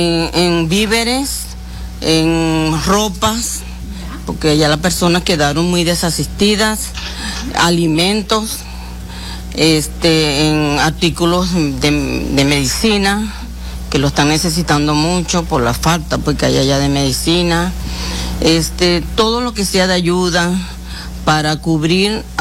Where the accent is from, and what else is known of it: Venezuela; now in San Juan de Lurigancho, Peru